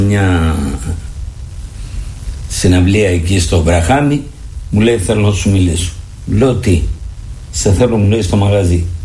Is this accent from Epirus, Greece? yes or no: yes; Epirus, Greece; now in Athens, Greece; εγώ είμαι από τη Θεσπρωτεία.